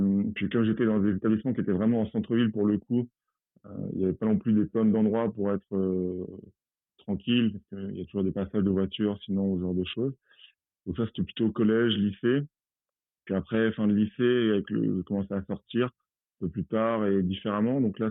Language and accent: French; Caen, Normandy, France; moved away as an adult; also born or lived in Rennes; now in Paris, France; moi, j'ai vécu toute ma vie à Caen. Je suis né à Caen. J'ai vécu toute ma vie. Mes parents habitent à Cormelles-le-Royal, donc au sud de Caen, en périphérie proche. Donc, j'allais tout le temps à Caen.